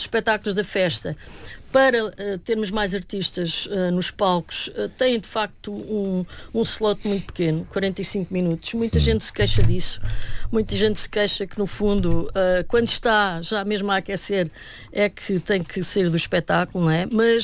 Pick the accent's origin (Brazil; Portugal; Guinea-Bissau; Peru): Portugal; Alentejo; eu sou alentejana e também passo algum tempo da minha vida lá pelo Alentejo.